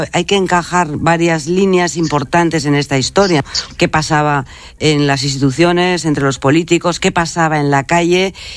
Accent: Basque Country, Spain

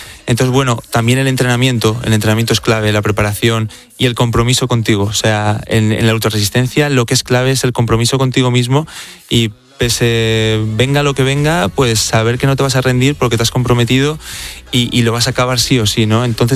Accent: Teruel, Aragon, Spain

